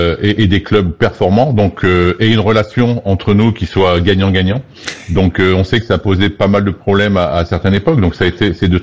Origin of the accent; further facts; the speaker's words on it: Auvergne-Rhône-Alpes, France; Moi, j'ai grandi en Auvergne, j'ai commencé le rugby à Vichy, pas très loin. Et comme tout jeune Auvergnat à l'époque